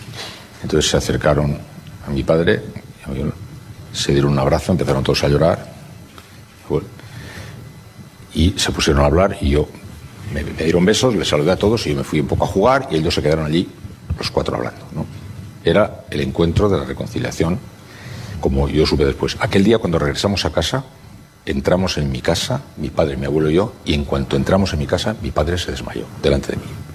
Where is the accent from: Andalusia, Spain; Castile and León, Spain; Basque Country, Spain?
Basque Country, Spain; en mi familia, somos vascos